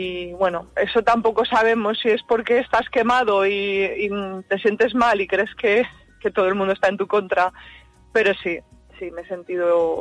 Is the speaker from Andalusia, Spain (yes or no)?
no; Valencia, Valencian Community, Spain; moved away as an adult; now in Dénia, Spain; yo soy de Valencia en concreto y ya decidí quedarme en la ciudad de Denia